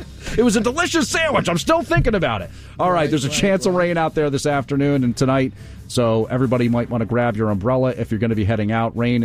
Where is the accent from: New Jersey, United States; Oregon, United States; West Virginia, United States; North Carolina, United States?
New Jersey, United States; I am Italian by osmosis, given that I grew up in Essex County, New Jersey, where they would call it prosciutto.